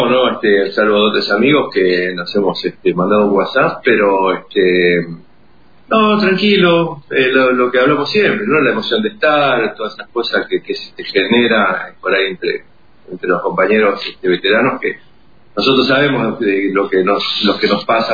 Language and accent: Spanish; Buenos Aires, Argentina; now in Falkland Islands; yo soy de La Boca, así que mi tradición pictórica viene a través de mi papá.